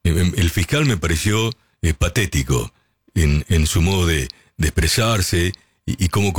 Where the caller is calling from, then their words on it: Godoy Cruz, Mendoza, Argentina; de Godoy Cruz, Mendoza.